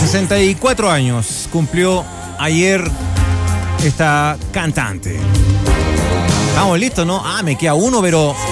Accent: Puerto Rico; Puertorriqueño. Mira, coterráneo mío este. Yo también soy caribeño, igual

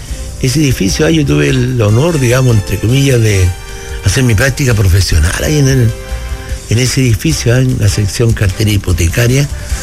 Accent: Chile; si me preguntáis a mí como chileno.

